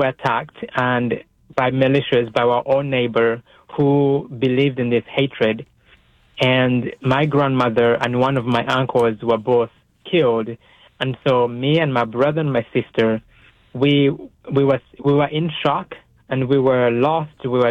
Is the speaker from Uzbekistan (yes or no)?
no; Rwanda; And I was one of those kids when I was 7 years old growing up in Rwanda.